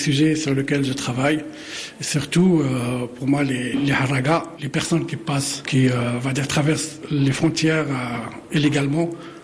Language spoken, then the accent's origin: French; Tangier, Tanger-Tetouan-Al Hoceima, Morocco; Cette œuvre, je l'ai fait par une expérience personnelle en grandissant à Tanger.